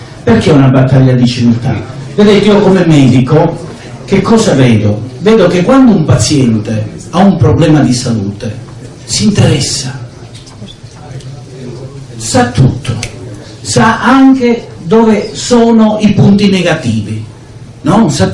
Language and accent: Italian; Padua, Veneto, Italy; Io nonostante il mio accento, vengo da Padova, sono un medico